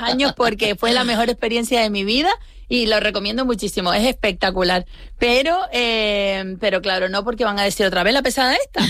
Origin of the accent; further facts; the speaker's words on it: Santa Cruz de Tenerife, Canary Islands, Spain; yo misma, como canaria, tinerfeña y de Ofra